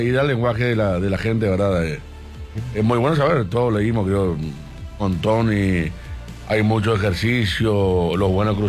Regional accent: Paraguay; ¿de dónde eres? Paraguay, le dije.

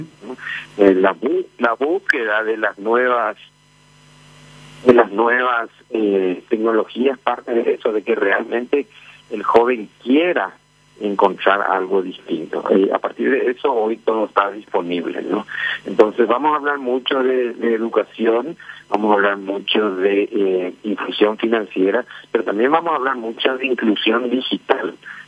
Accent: Paraguay; nos sentimos súper orgullosos como paraguayos

